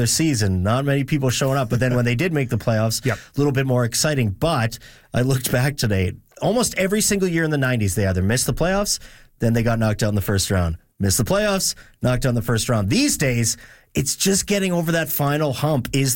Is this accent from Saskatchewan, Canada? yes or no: yes; Saskatoon, Saskatchewan, Canada; when I was a kid growing up in Saskatoon, the Blades weren't exactly a cool team to cheer for